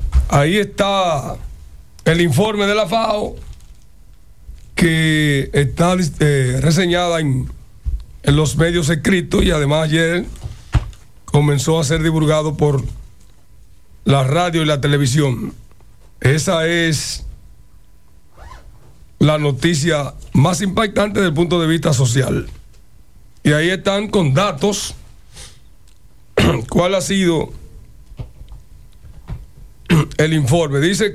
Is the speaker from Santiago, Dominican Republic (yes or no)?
no; San Juan de la Maguana, San Juan, Dominican Republic; born or raised there; now in Santo Domingo, Dominican Republic